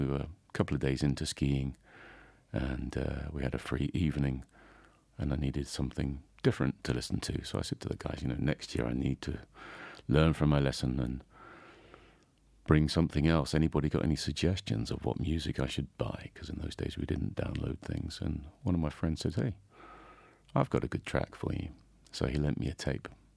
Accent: England, United Kingdom; now in Zell am See, Austria; I'm actually from England. I'm a ski instructor in Zelemzee in Salzburgerland.

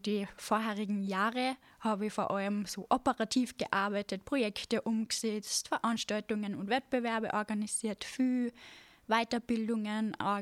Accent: Salzburg, Austria; gegangen und dann bin ich HLW gegangen, Multi-Augustinum in St. Margarethen, also bei uns im Lungau.

